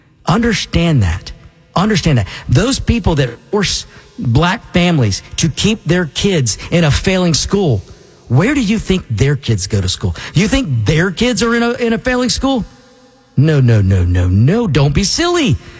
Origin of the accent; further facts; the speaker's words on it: United States; I'm a dual citizen. I'll be honest with you. I am a dual citizen. My country is the United States. I'm an American first, but I am a dual citizen.